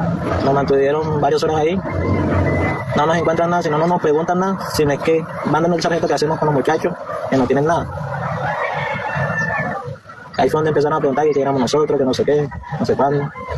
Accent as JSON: {"language": "Spanish", "country": "Venezuela", "moved": "yes", "lives_now": "Colombia", "said": "Venezuela de Ciudadanía aquí de Colombia"}